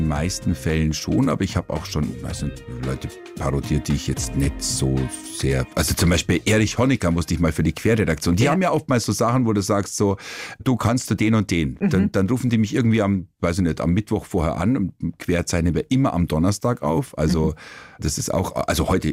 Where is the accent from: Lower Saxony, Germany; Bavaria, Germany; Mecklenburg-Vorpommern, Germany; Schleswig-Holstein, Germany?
Bavaria, Germany; Kaufbeuren; ich bin 66 geboren, und ich hatte natürlich dann schon auch eben damals Schweizer Fernsehen bei uns im Allgäu in Kaufbeuren und österreichisch.